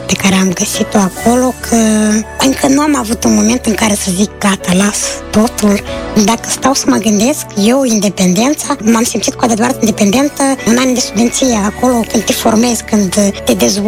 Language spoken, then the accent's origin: Romanian; Moldova; moved away